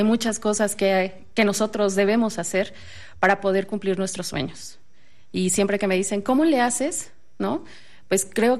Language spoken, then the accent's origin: Spanish; Mexico; Soy la primera mexicana, tengo una gran responsabilidad sobre mis hombros y con Adriana, porque no solamente represento a México, represento a toda Latinoamérica.